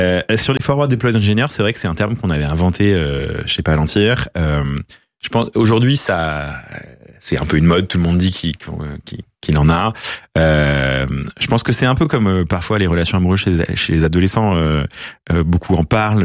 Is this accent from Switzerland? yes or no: no; France